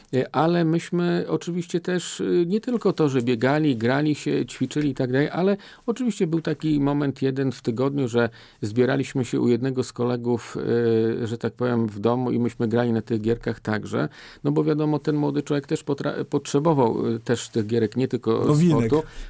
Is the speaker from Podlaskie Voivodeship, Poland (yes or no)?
yes; Podlaskie Voivodeship, Poland; bo ja jestem z Antoniuka, czyli bardzo blisko państwa tutaj redakcji